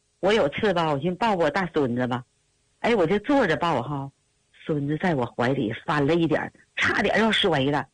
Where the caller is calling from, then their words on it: Shenyang, Liaoning, China; 我是沈阳的患者。